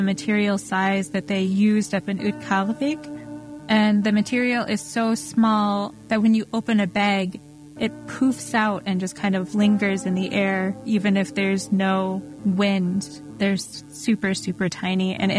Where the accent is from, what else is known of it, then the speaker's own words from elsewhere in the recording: Alaska, United States; I'm from St. Lawrence Island.